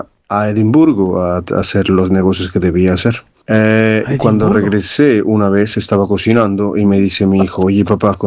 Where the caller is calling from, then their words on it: Italy; Buenos días desde Italia. Yo vivo en Italia. Tenía negocios en Edimburgo.